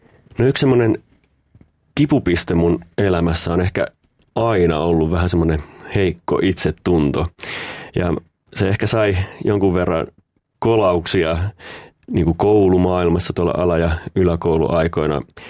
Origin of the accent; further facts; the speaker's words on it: Peräseinäjoki, South Ostrobothnia, Finland; Joo, mä oon viettänyt lapsuuden ja nuoruuden tuolla Etelä-Pohjanmaalla Peräseinäjoella ja oon kristitystä perheestä lähtöisin